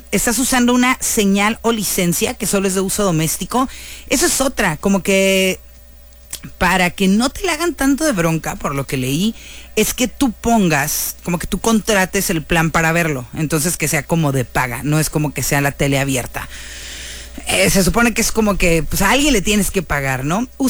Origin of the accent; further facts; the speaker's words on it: Mexico; como buenos mexicanos, somos muy creativos